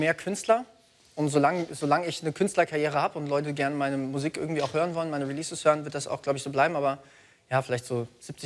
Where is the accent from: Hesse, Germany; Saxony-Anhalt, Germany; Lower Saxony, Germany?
Hesse, Germany; Ich komme aus Mittelhessen.